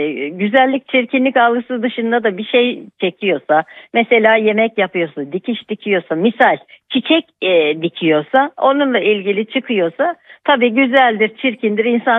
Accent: Antalya, Turkey

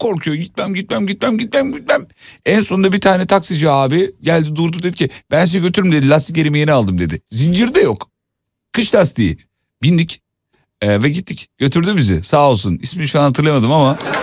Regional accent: İzmit, Kocaeli, Turkey; Ben bir İzmitli olarak

